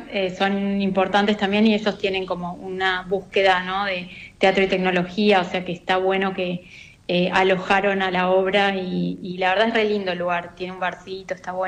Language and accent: Spanish; Patagonia, Argentina; yo también me crié en la Patagonia, siempre lejos de las grandes producciones